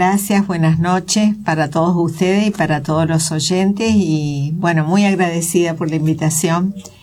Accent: Corrientes, Argentina; moved away as an adult; also born or lived in Posadas, Misiones; now in Concepción, Argentina; Yo llegué acá a Concepción, yo soy de Corrientes y me casé en el año 1987. De 1983 a 1987 hice la residencia de pediatría en Misiones, en Posadas, porque estaba mi hermana ahí. Y del 87 me vine para acá

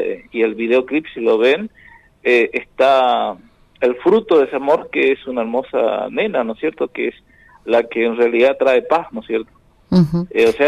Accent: Argentina; born there; como argentino, que nací acá, amo a la Argentina, por supuesto.

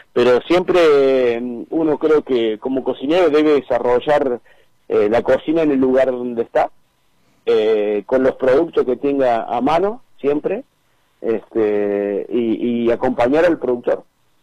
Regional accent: Córdoba, Argentina; now in Neuquén, Argentina

